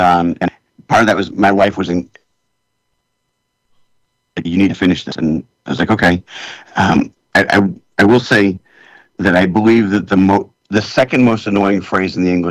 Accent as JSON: {"language": "English", "town": "Billerica", "region": "Massachusetts", "country": "United States", "moved": "yes", "lives_now": "California, United States", "said": "I'm from Billerica, Massachusetts."}